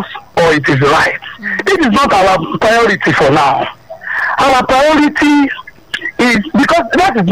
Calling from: Nigeria; I'm from Bajulani.

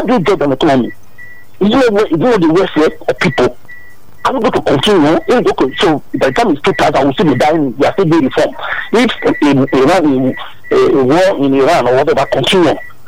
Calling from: Lagos, Nigeria; I'm calling from Sagota.

